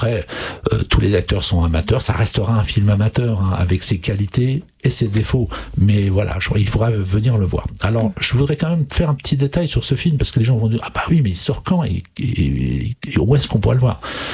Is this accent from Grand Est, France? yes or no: yes; Villey-Saint-Étienne, Grand Est, France; nous sommes originaires de Villers-Saint-Étienne